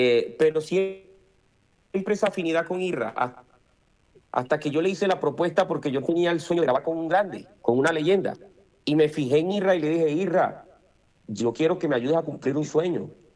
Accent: Magangué, Bolívar, Colombia; born there; also born or lived in Sincelejo; now in Medellín, Colombia; de Magangué. Yo nací en Magangué.

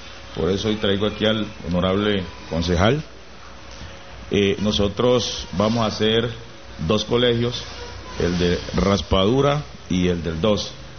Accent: Chocó, Colombia; otro es en Quiado, mi pueblo

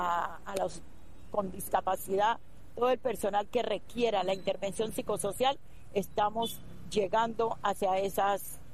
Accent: Buenaventura, Valle del Cauca, Colombia; Afectados somos todos los de Buenaventura

